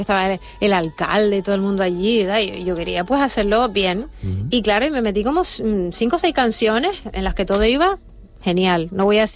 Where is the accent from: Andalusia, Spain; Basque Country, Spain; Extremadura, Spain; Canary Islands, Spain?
Canary Islands, Spain; Punta del Hidalgo; para Punta del Hidalgo y para mí va a ser muy muy especial. Me voy a sentir muy orgullosa porque es mi pueblo.